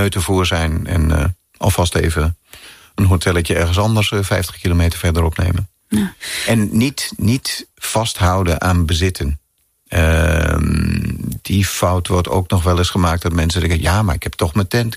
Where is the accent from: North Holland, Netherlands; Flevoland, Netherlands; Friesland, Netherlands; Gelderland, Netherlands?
North Holland, Netherlands; Amsterdam; Geboren en getogen in Amsterdam. Op de Nieuwendijk. En dat was om de hoek van de Dam en Kalverstraat en dergelijke.